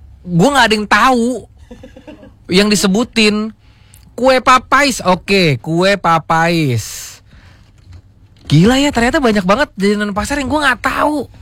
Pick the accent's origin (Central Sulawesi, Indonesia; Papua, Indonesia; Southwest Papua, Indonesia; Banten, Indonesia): Banten, Indonesia; Tangerang; Gue anak Tangerang, men. Gue nih Banten.